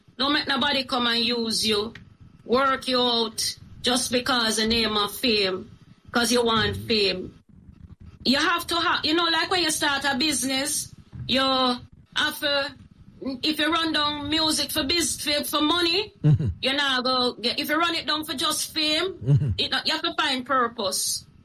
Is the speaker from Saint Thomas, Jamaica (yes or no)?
no; Kingston, Kingston Parish, Jamaica; I come from East Kingston. I know what it is like to grow up in a community where marginalized and you face the police brutality.